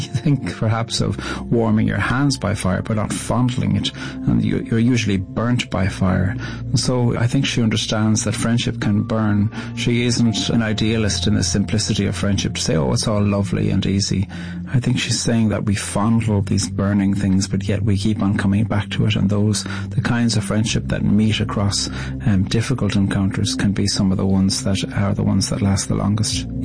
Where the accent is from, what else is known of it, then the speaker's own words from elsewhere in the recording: Ireland; I'm an Irish poet.